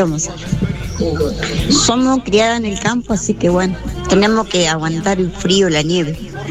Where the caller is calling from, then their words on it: Río Negro, Argentina; acá de Río Negro, acá estamos.